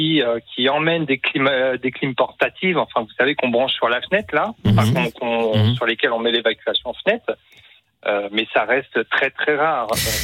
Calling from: Fontenay-le-Comte, Pays de la Loire, France; je suis à Fontenay-le-Comte, exactement.

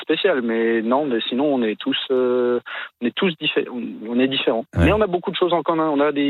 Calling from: Bergheim, Grand Est, France; À Bergheim.

